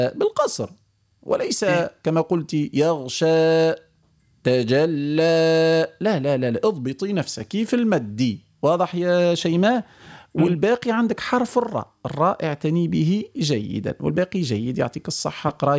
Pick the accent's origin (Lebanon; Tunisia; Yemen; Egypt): Tunisia; accent: Tunisian; اللي احنا بلهجتنا التونسية نقول رزينة